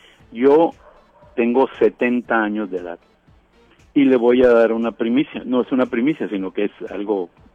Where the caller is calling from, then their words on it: Mexicali, Baja California, Mexico; Yo soy médico de profesión … vengo de Mexicali de vacaciones aquí en Ensenada